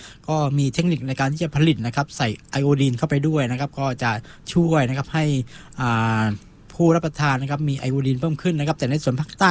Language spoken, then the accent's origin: Thai; Southern Thailand, Thailand; accent: Southern Thai; บ้านเรานี่เรียกฉางข้าวนะภาษาใต้เรียกฉางนะครับ